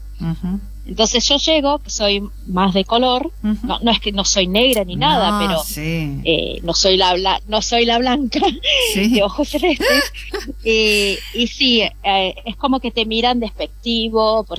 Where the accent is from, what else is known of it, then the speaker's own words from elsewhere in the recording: Argentina; now in England; todos saben que soy la argentina